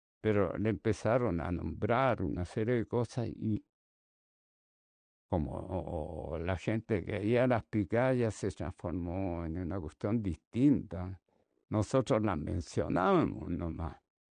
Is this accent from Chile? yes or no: yes; Chile; now in Santiago, Chile; nosotros somos urbanos, que somos de Santiago, aunque venimos, yo por lo menos vengo de provincia o de región ahora.